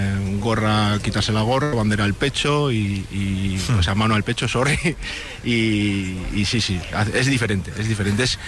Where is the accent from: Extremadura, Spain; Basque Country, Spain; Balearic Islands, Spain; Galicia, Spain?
Basque Country, Spain; Bilbao; moved away as an adult; now in Chattanooga, United States